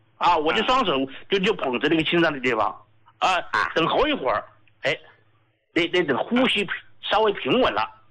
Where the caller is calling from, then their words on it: Chongqing, China; accent: Sichuanese; 我是重庆的听众啊。